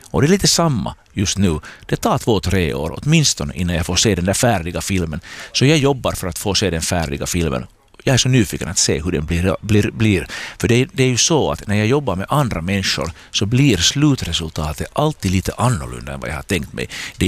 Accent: Porvoo, Uusimaa, Finland; När jag var tonåring här i Borgå, gick i Strömborgska

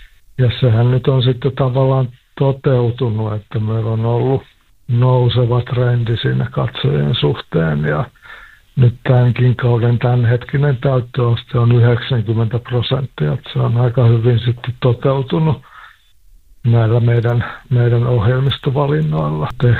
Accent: Kotka, Kymenlaakso, Finland; ja tietysti kun mulla on koti koko ajan säilynyt siellä Kotkassa, että Kotka on tälläkin hetkellä mun kotikaupunki. Kotkassa on myös perhe ja mulla on myös harrastuksia siellä

